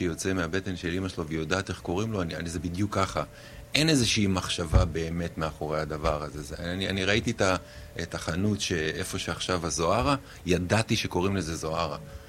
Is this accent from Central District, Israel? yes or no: no; Dimona, Southern District, Israel; moved away as an adult; now in Eilat, Israel; אני נולדתי בדימונה, גדלתי בדימונה